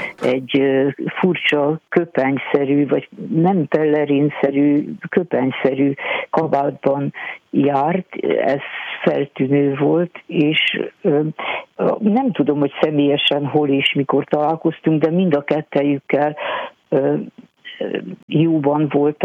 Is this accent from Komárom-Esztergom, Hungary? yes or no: no; Pécs, Baranya, Hungary; Én azt hiszem, hogy pécsi vagyok